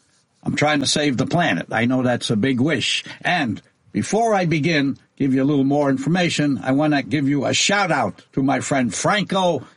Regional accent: New York City, New York, United States; born there; Well, I was born in New York, as you know. We spell it Y-A-W-K. And in 1945, I just turned 81.

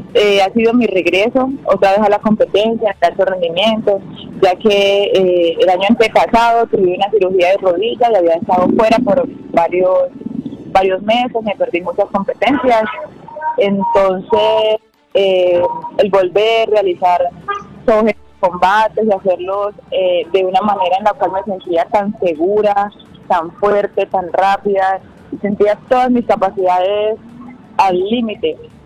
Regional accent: Buenaventura, Valle del Cauca, Colombia; representar a mi tierra, a mi país, al Valle del Cauca, Buenaventura

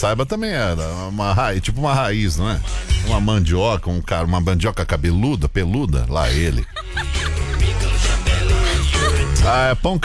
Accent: Lages, Santa Catarina, Brazil; moved away; also born or lived in Paraná; Eu sou de Lages.

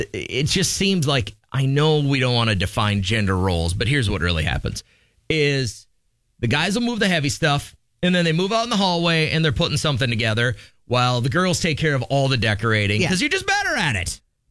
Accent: Midwest, United States; Nothing says nice. I'm from the Midwest.

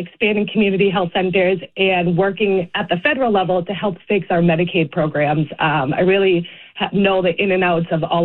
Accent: Boston, Massachusetts, United States; accent: Boston; moved away as an adult; now in Providence, United States; I grew up, and you might be able to tell by my accent, but I grew up in Boston, in Dorchester.

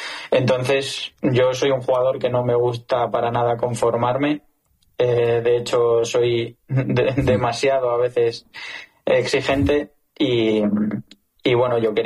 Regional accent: Spain

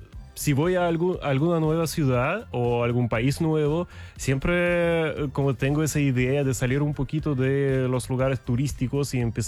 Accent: Russia; Spanish is a second language; moved away as an adult; now in Chile; nosotros, como los rusos

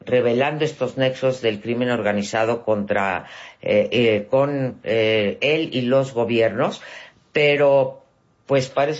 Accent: Mexico; me duele como mexicana decir esto.

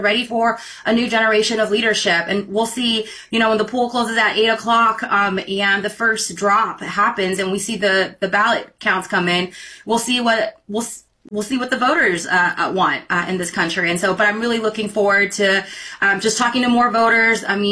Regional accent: Sacramento, California, United States; as a daughter of a refugee growing up in South Sacramento, I understand the day-to-day struggles of our working families.

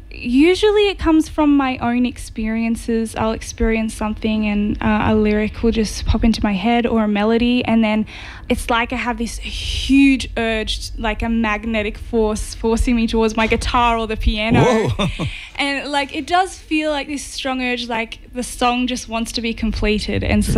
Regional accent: Boorowa, New South Wales, Australia; moved away as an adult; also born or lived in Sydney; now in Goulburn, Australia; Yeah, I grew up in the Boorowa area around there, just outside on a farm. And then I headed up to the big city, Sydney, for a while. And now I'm back in here in Goulburn.

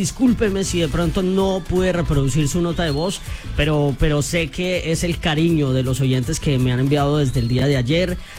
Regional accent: Colombia; tenemos que seguir siendo colombianos unidos

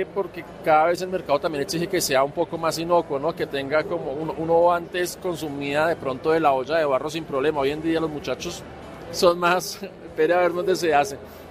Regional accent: Bogotá, Colombia; born there; Mi papá tiene herencia caldense y soy Rolo por parte de mi mamá, pero yo soy nacido aquí en Bogotá, amo Bogotá.

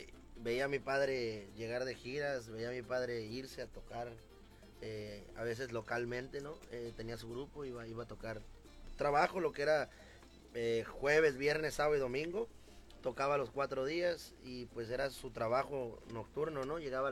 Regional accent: Veracruz, Mexico; Soy, soy veracruzano, mi padre cubano, mi madre veracruzana, abuelos cubanos.

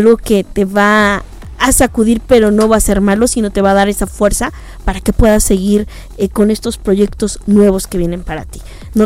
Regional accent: Guadalajara, Jalisco, Mexico; Soy tapatía

